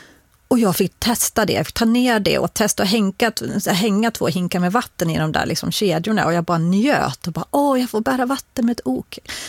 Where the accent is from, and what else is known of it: Dalarna County, Sweden